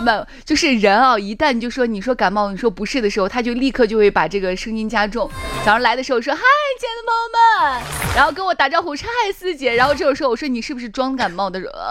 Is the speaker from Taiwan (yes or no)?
no; China; 我们中国人